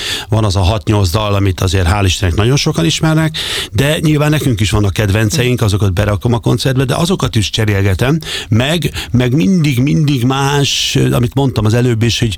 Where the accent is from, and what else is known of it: Gyula, Békés, Hungary; born or raised there